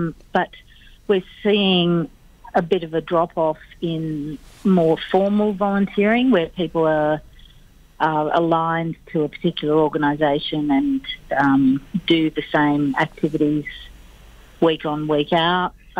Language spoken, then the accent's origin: English; Canowindra, New South Wales, Australia; I know very well, I'm from Canoundra, and our community wouldn't operate without volunteers.